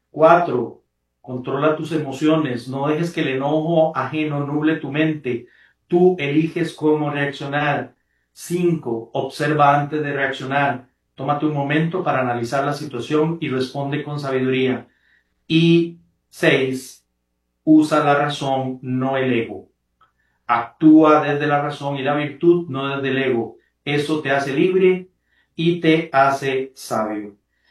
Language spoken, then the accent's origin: Spanish; Cartago, Costa Rica; allá en mi provincia de Cartago